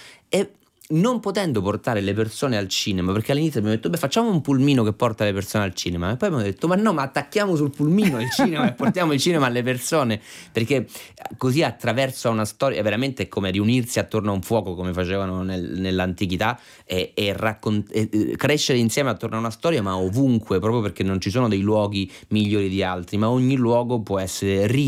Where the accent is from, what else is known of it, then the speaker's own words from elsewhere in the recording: Calabria, Italy; io sono calabrese